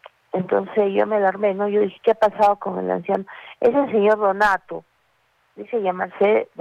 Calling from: Arequipa, Peru; soy del Cercado.

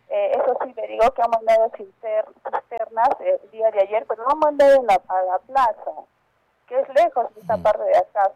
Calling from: Arequipa, Peru

